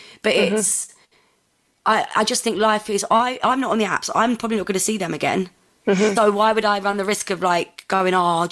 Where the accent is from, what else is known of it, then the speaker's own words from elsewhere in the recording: Ireland; I'm obviously Irish.